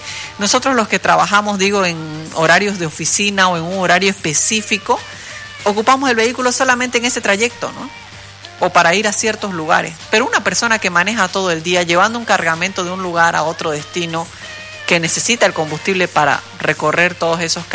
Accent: Bolivia; para poder actuar como bolivianos.

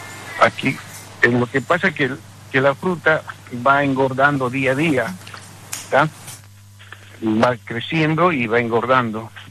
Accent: Villazón, Potosí, Bolivia; born there; also born or lived in Argentina; now in Chapare, Bolivia; yo nací en Villazón. Después de haber estudiado en la Argentina, me vine acá y bueno, desde hace 36 años estoy

